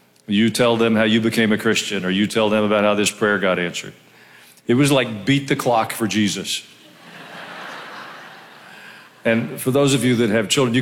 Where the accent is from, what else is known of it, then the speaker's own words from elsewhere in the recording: Kansas City, United States; born there; I was born in Kansas City. When you and Mom were first married, we lived there, and you had a different job.